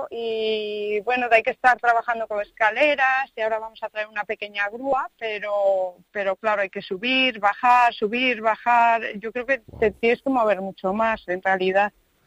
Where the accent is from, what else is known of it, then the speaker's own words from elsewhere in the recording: Galicia, Spain; porque si somos gallegos de costa